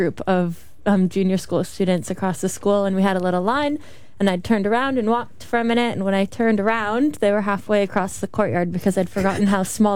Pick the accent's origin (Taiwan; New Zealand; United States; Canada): Canada; moved away as an adult; now in Melbourne, Australia; I'm from Canada.